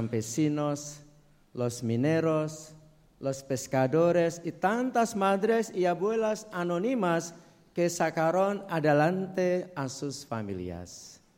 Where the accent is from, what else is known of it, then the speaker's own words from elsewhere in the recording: Chile; nosotros como chilenos siempre ser orgullosos de ser chilenos.